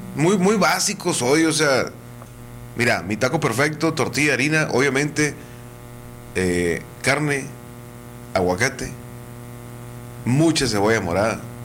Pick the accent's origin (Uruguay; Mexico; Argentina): Mexico; Sonora; uno como sonorense...